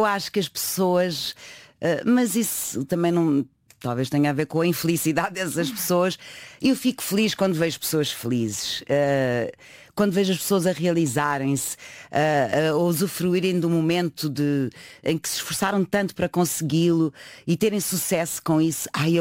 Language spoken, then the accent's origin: Portuguese; Lisbon, Portugal; eu nasci e cresci nos Olivais.